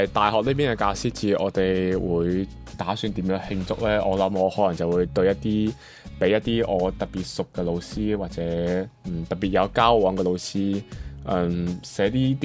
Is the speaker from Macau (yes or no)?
yes; Macau; 大家好，